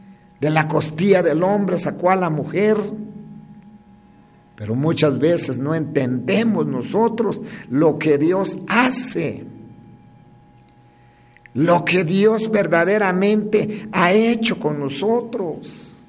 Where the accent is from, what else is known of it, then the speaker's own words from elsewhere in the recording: Guatemala; nosotros como guatemaltecos, como chapines.